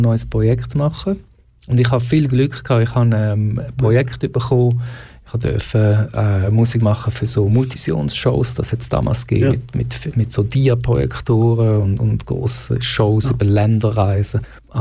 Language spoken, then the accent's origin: German; Jerusalem, Jerusalem District, Israel; Und ich meine, ich bin in Jerusalem aufgewachsen und dort kommen sowieso all die Kulturen ein bisschen zusammen.